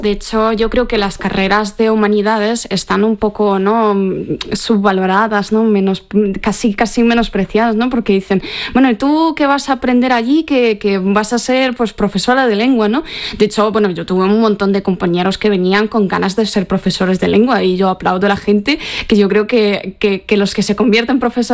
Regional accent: Russia; Spanish is a second language; moved away; siendo una rusa

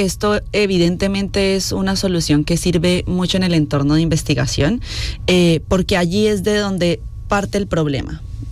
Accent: Colombia; moved away; Yo en Colombia había tenido la oportunidad de trabajar, que yo soy colombiana

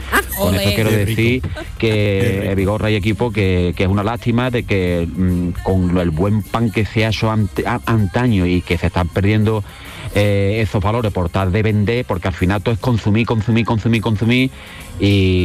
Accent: Jerez de la Frontera, Andalusia, Spain; Yo soy de Jerez

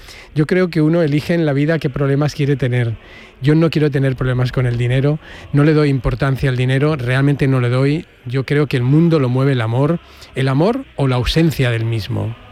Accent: Region of Murcia, Spain; also born or lived in Barcelona; now in Seville, Spain; Sí, yo no soy catalán, yo soy murciano realmente. Y me fui a Barcelona a estudiar al Instituto del Teatro. Y luego lo que no sabéis es que yo vivo en Sevilla hace 10 años.

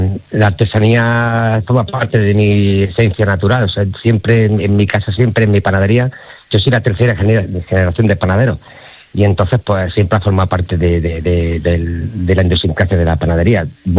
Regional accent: Andalusia, Spain; los andaluces no conseguimos el pan ácido. Entonces, los panaderos andaluces como tales siempre nos hemos reivindicado porque nuestros panes no sean agrios.

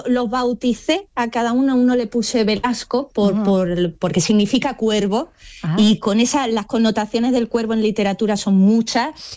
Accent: Málaga, Andalusia, Spain

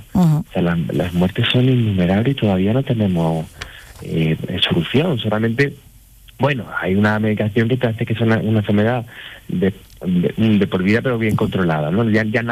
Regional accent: Úbeda, Andalusia, Spain; A Úbeda, mi tierra, mi preciosa ciudad

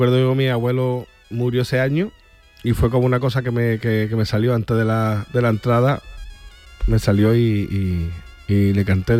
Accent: Camas, Andalusia, Spain; costalero de Gran Poder de Cama de mi pueblo

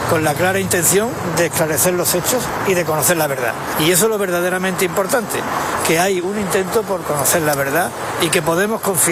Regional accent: Ceuta, Spain; Lo digo como ceutí y lo digo como español.

